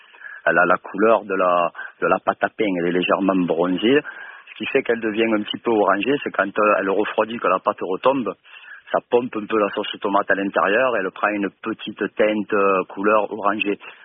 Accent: Sète, Occitanie, France; comme on dit, à Sète au quartier haut. Dans la place du poufre, quoi. Chez nous, on ne dit pas poulpe, on dit le poufre.

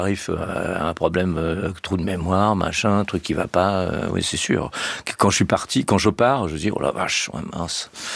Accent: Le Havre, Normandy, France; Moi, je suis du Havre.

